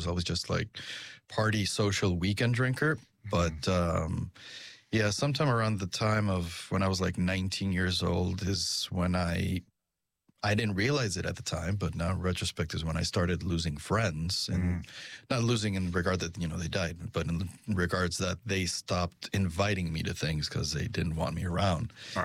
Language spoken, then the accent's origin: English; Mexico City, Mexico; English is a second language; moved away as an adult; now in Boston, United States; Once upon a time, I was one of those people who said, I will never leave my city, but, you know, life gets in the way. And I ended up living in Massachusetts, in Boston